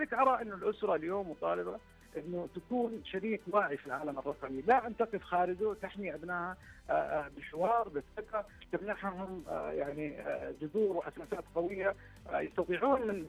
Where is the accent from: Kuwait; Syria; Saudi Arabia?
Saudi Arabia